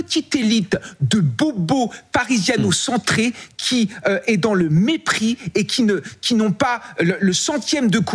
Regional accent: Grand Est, France; Moi, je suis originaire des Ardennes. J'ai grandi au milieu de ces paysans

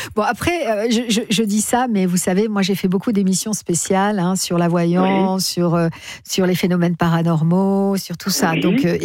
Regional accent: Compiègne, Hauts-de-France, France; Ah, vous êtes né où en Picardie ? Parce que moi, j'ai grandi à Compiègne.

